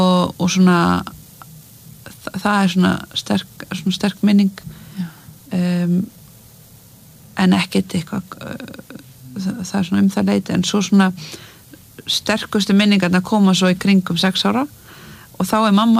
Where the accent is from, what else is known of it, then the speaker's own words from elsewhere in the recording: Mosfellsbær, Capital Region, Iceland; Já, ég elst upp í Mosfellsbæ með mömmu og, þarna, og eldri bróða mínum og þetta bara svona venjulegt Mosó líf